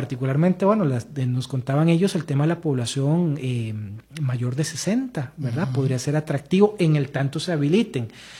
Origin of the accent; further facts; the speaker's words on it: San José, Costa Rica; Yo soy de San José, sí. Toda la vida.